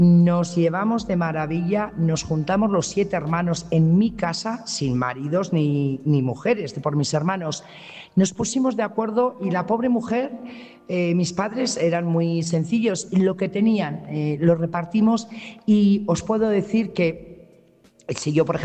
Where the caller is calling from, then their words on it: Burgos, Castile and León, Spain; corresponsal de Burgos.